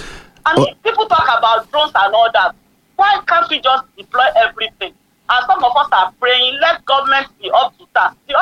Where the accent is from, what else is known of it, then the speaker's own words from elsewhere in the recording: Ogbomoso, Oyo, Nigeria; from Ogbomoso. How are you this morning?